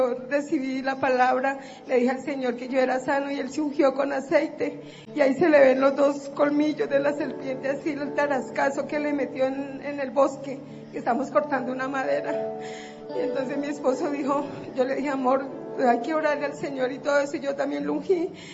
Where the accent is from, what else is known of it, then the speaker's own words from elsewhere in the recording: Ibagué, Tolima, Colombia; Y yo venía para Bogotá, yo soy de Ibagué. Tenemos sí. Una finca en el Tolima.